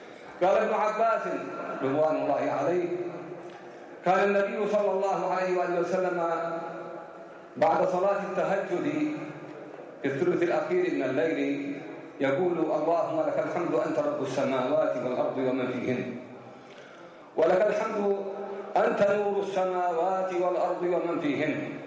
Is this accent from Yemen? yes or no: yes; Yemen; نحن كشعب يمني والحمد لله في ضريعة الشعوب التي تحتفي بميلاد رسول الله